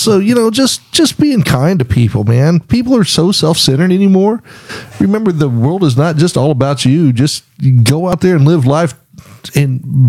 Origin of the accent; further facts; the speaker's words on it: Irving, Texas, United States; I'm from Texas. I'm Irving, but at the time it was a small town, and I grew up in the country.